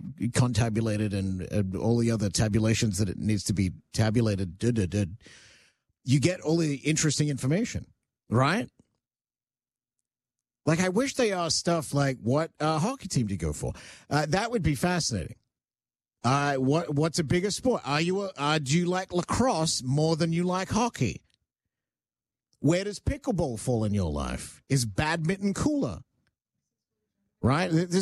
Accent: Australia; now in Canada; because I grew up in Australia

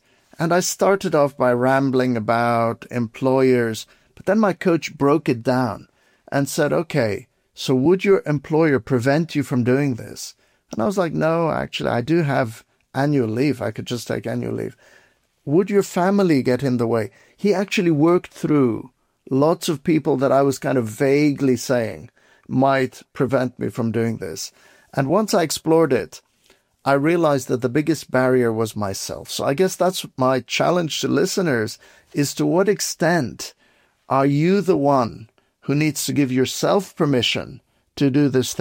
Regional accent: Beirut, Beirut Governorate, Lebanon; I was a kid growing up in Beirut, Lebanon. There was a civil war going on. I was 10 years old.

